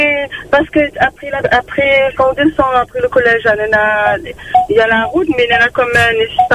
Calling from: Réunion; j'habite à Plateau-Caillou.

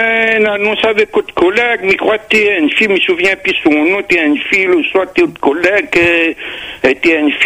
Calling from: Le Tampon, Réunion; j'habite au Tampon, j'ai 58 ans

